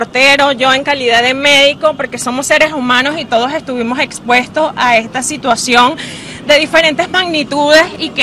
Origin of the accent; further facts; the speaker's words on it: Venezuela; donde unidos como hermanos venezolanos, donde el compromiso de la salud debe ir más allá, con vocación, con amor, con humildad, porque nosotros los venezolanos nos caracteriza es que sabemos salir adelante a las dificultades.